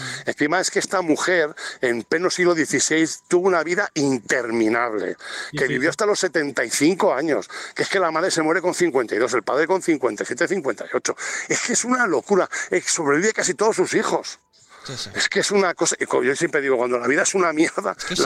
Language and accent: Spanish; Navarre, Spain; now in Tordesillas, Spain; yo que soy navarro, 30 años viviendo en Tordesillas, me puedo ir a mi pueblo